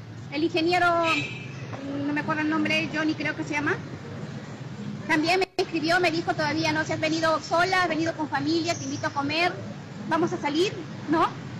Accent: Lima, Peru; Y a veces uno viene de lejos, ¿no? Yo vengo de Lima, vengo a participar

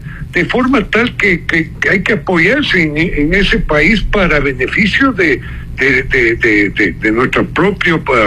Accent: Ecuador

